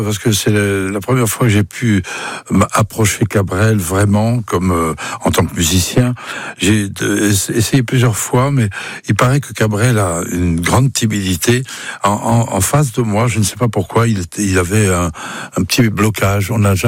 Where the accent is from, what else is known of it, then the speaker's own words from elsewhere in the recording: Nouvelle-Aquitaine, France; mais moi je suis du Lot-et-Garonne